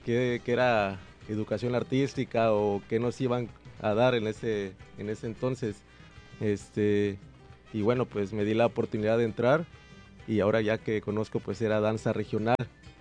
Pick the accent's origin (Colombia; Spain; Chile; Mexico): Mexico; Acapulco, Guerrero; yo soy 100% acapulqueño, nací aquí en Acapulco y bueno, pues mi mamá me dio vida el 15 de febrero de 1997.